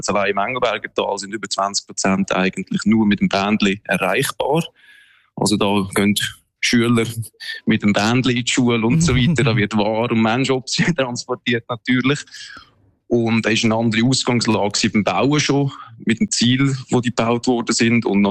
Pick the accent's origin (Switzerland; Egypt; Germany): Switzerland; Central Switzerland; Also ich bin, wie gesagt, in der Region ja aufgewachsen. Gewisse Bahnen habe ich gewusst, also irgendwo in Uri, in Arnisee